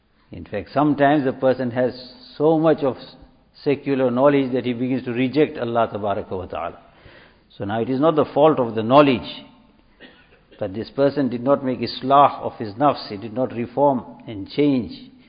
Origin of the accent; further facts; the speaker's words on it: South Africa; I said, "Yunus, I'm from South Africa."